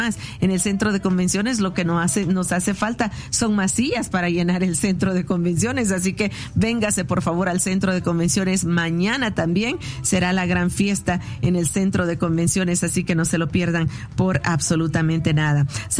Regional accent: El Salvador; Yo no soy de México, para los que no me conocen. Yo soy originaria de la República de El Salvador, pero el Señor me permite ahora viajar con frecuencia a México

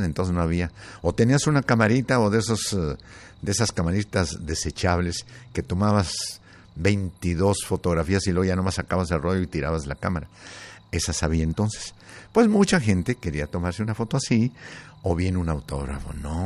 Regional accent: Zacatecas, Mexico; moved away as an adult; now in Los Angeles, United States; fuimos hasta Zacatecas, a filmar la casa donde yo nací, donde yo jugaba, el colegio donde yo estudié, donde hice la primaria, la secundaria, la preparatoria

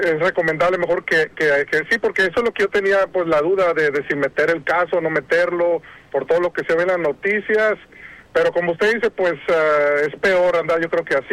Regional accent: Mexico; yo soy de México y mi esposa, ella es de Honduras.

